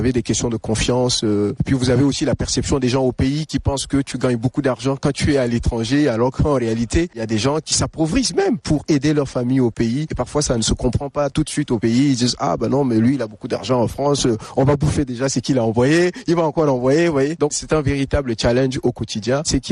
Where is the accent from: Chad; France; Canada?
Chad; Parce que nous, les Tchadiens, on n'oublie pas d'où on vient.